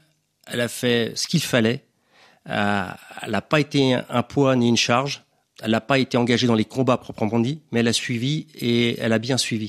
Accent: Lorient, Brittany, France; Je suis un petit breton qui est arrivé à 6 mois à Lorient

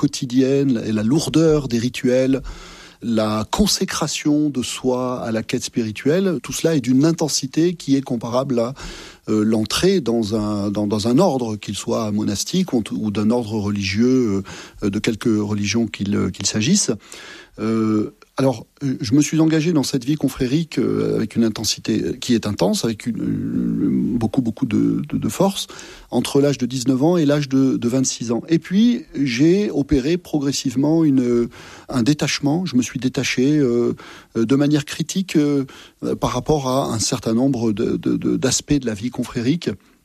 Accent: Massif Central, France; moi je suis originaire du Massif Central, alors j'aime beaucoup la capitale, hein, mais c'est quand même pas mon milieu naturel.

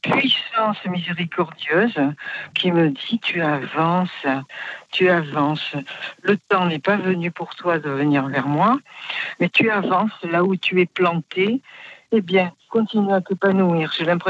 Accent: Poitiers, Nouvelle-Aquitaine, France; now in Marseille, France; Je suis native de Poitiers.

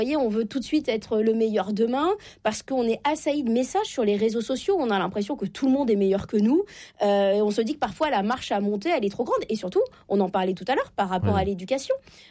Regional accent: Normandy, France; Je viens de la Normandie.

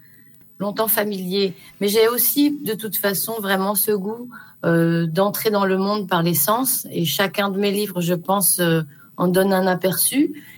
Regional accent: Grasse, Provence-Alpes-Côte d'Azur, France; Je suis originaire de Grasse

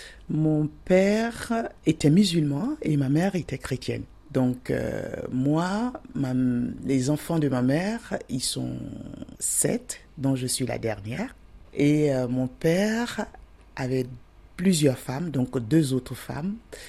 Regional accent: Tiassalé, Agnéby-Tiassa, Côte d’Ivoire; now in Besançon, France; On a Thiessalé, qui est ma ville natale d'ailleurs, et après mon village, qui est Emakonogaro. Et il n'est pas perdu parce qu'il fait plus de 10 000 habitants aujourd'hui.

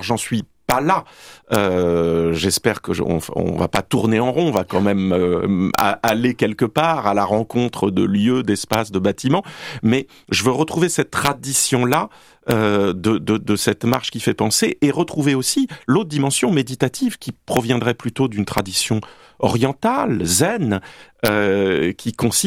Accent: Bordeaux, Nouvelle-Aquitaine, France; je suis bordelais

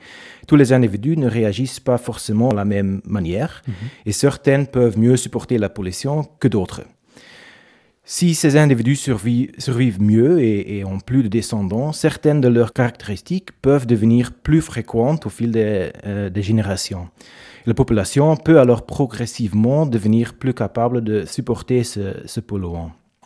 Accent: Belgium; moved away as an adult; comme je suis belge, c'est aussi très, très agréable de pouvoir revenir travailler en Belgique.

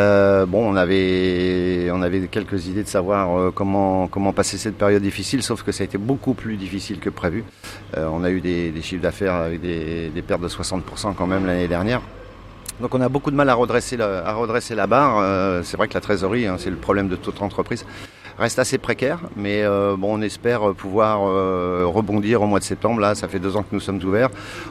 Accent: Rouen, Normandy, France; Et comme je suis natif de Rouen, j'ai choisi la Normandie.

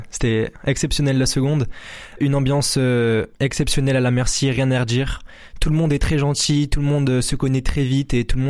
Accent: Montpellier, Occitanie, France; born there; now in Lunel, France; Alors moi je suis né à Montpellier.

